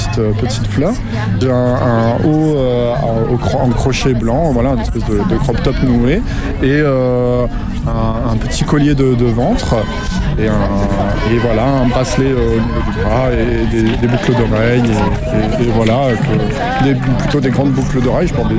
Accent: Chalais, Nouvelle-Aquitaine, France; Je viens de Chalais, en Dordogne, du coup.

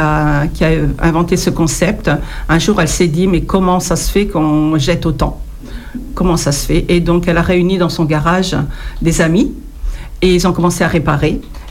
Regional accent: Hauts-de-France, France; Mon père travaillait à Motobécane, l'usine Motobécane. Et comme je suis originaire de l'Aisne, ma mère travaillait dans les cotonnières.

